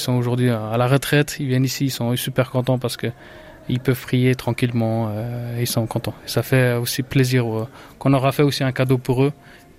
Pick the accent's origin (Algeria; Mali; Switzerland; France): Switzerland; born there; non, je suis né ici en Suisse. Je peux même dire le numéro de la chambre de l'hôpital, 365, je me rappellerai. Et j'ai fait les études ici à Fribourg